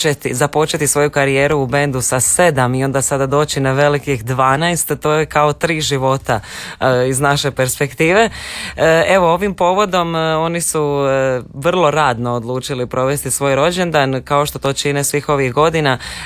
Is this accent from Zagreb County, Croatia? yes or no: no; Šibenik-Knin County, Croatia; kod nas u Šibensko-kninskoj